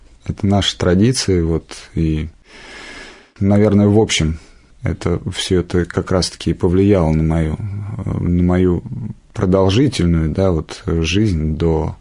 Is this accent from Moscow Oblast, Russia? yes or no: yes; Lesnoy, Moscow Oblast, Russia; Я сам живу из Подмосковья, в Подмосковье, поселок Лесной, в Пушкинском районе, и, в общем-то, вся жизнь моя прошла. Детство там такое вот невыездное, наверное.